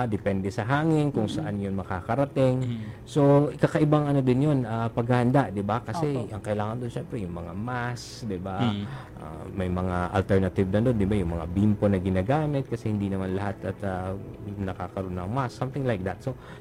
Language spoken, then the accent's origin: Tagalog; Bicol Region, Philippines; Pareho pala tayong Bicolano.